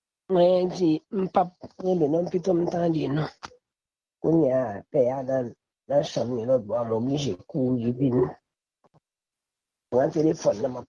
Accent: Haiti; En tant que haïtien qui aime pays comme la Cayenne

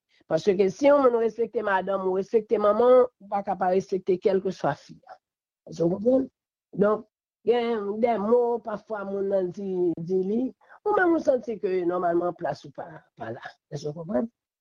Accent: Haiti; Je ne crois pas que c'est seul président Aristide, en tant que haïtien seulement, que nous avons.

